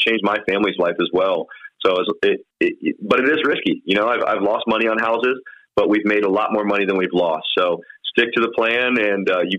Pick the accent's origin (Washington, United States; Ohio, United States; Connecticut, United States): Ohio, United States; Columbus; Every house, and I'm born and raised in Columbus. Everything is done in Central Ohio.